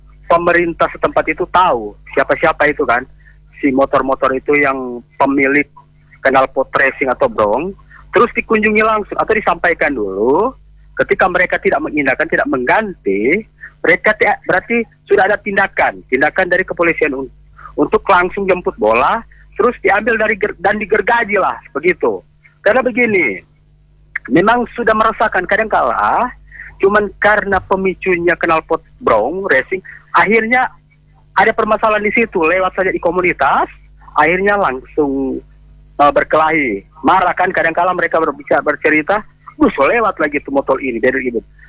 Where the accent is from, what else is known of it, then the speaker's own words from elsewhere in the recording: North Sulawesi, Indonesia; saya juga orang Minahasa Selatan, tapi saya tahu informasi begini